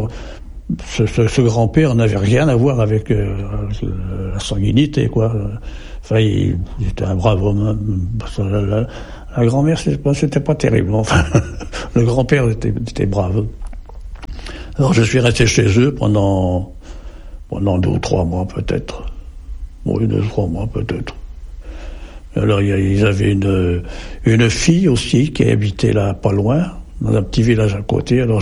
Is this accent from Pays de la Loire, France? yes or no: no; Berck, Hauts-de-France, France; Et puis je suis rentré chez moi, à Berck.